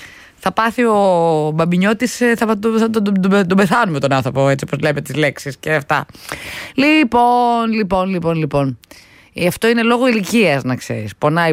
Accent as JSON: {"language": "Greek", "town": "Pyrgos", "region": "Western Greece", "country": "Greece", "said": "Είδα κάτι φίλους από την Πελοπόννησο που θες από τον πύργο από το χωριό μου"}